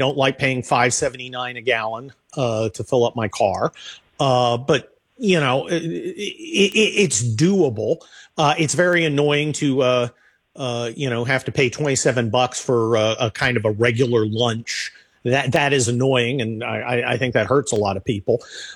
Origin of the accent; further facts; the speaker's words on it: California, United States; also born or lived in Pennsylvania; Well, I'm a Californian, but my roots are Pennsylvania